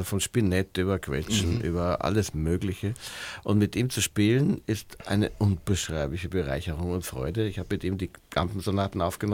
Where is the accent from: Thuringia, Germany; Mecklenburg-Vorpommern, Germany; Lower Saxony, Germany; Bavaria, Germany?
Bavaria, Germany; also ich bin groß geworden in der Gegend von München.